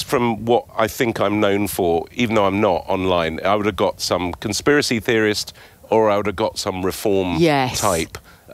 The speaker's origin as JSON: {"language": "English", "town": "Beirut", "region": "Beirut Governorate", "country": "Lebanon", "tie": "born or raised there", "lives_now": "England", "said": "when I grew up in Beirut, obviously, as I natter on about a lot. But when first time I came to England, really, in 77, it was my granny's 90th birthday"}